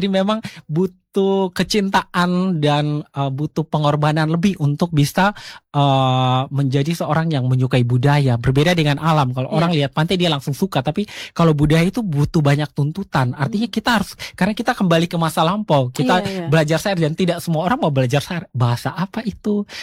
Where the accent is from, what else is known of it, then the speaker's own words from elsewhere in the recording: Kupang, East Nusa Tenggara, Indonesia; kita dari Kupang harus terbang ke Flores atau harus menggunakan kapal, itu butuh biaya.